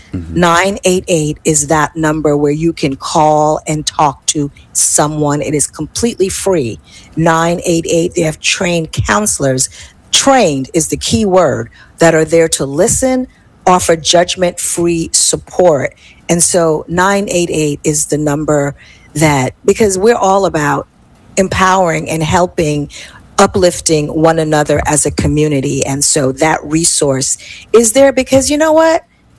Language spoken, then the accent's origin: English; Jamaica; I'm a Jamaican citizen. Like, I'm an American citizen, dual citizenship. But I said, I'm from Jamaica.